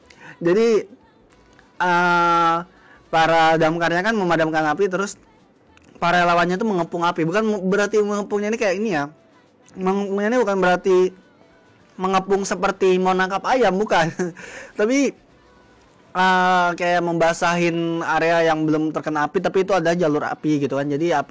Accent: Kalimantan, Indonesia; kita warga Kalimantan tuh terbiasa

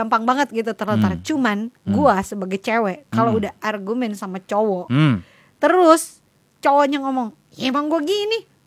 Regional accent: Sulawesi, Indonesia; aku dari daerah Manado, Makassar.

